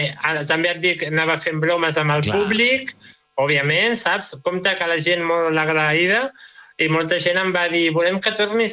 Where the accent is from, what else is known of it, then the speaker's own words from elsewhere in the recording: Barberà del Vallès, Catalonia, Spain; jo soc de Barberà